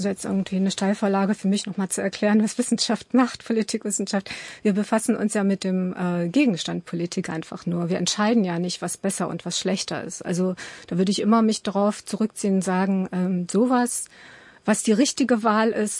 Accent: Germany; dass wir als Deutsche oft sehr viel von unserem Verfassungsgericht erwarten

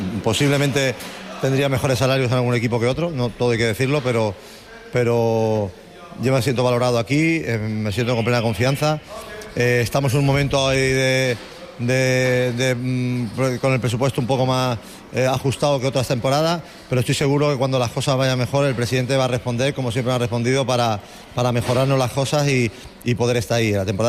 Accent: Málaga, Andalusia, Spain; Y yo soy de Málaga, yo soy de Maristas, yo muy orgulloso, o sea, por supuesto.

